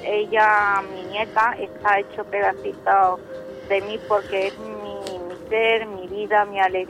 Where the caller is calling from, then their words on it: Sanlúcar de Barrameda, Andalusia, Spain; soy Sanlúcar de Barrameda